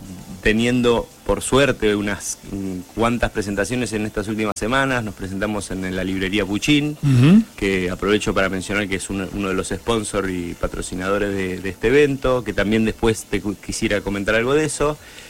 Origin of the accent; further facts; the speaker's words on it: Buenos Aires, Argentina; born there; moved away as an adult; also born or lived in Paris; yo nací en Buenos Aires y hacia 2006 emigré a Francia, donde fui a estudiar composición.